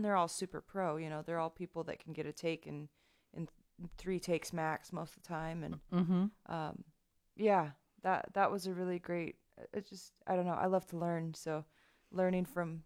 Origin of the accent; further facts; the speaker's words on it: Colorado, United States; moved away; both of us are from the West. She's from New Mexico. I'm from Colorado. And both of us have our families back home.